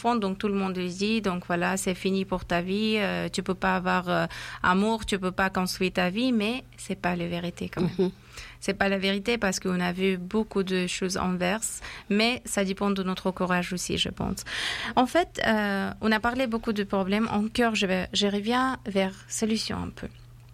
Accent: Afghanistan; French is a second language; moved away; j'ai un visage de mon pays d'origine, d'Afghanistan, dans ma tête

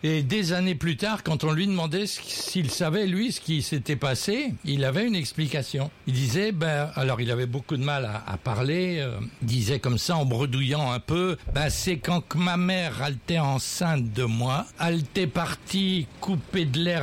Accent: Centre-Val de Loire, France; il était né le 30 décembre 1909 à Vienne-en-Val, donc tout près de mon village natal.

